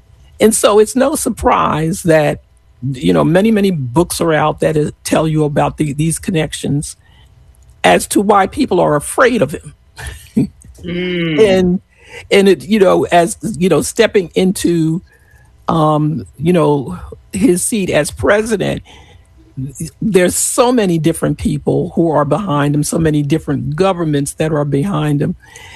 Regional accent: New York City, New York, United States; I grew up in New York City

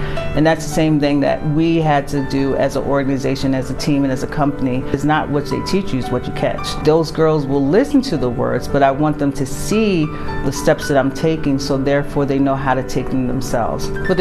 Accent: Radnor, Pennsylvania, United States; born there; also born or lived in North Philadelphia; I was born in North Philadelphia, and due to my mother's diagnosis with MS, we moved from North Philly to Radnor with my grandparents.

